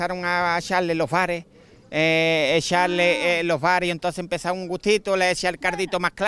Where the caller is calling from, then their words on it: Seville, Andalusia, Spain; nosotros somos de Sevilla, de Sevilla capital.